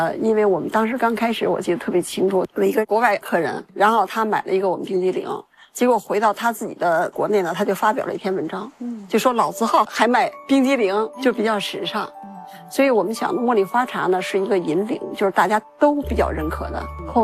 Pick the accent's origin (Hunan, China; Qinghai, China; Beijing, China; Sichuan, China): Beijing, China; 我也是北京人，出生在北京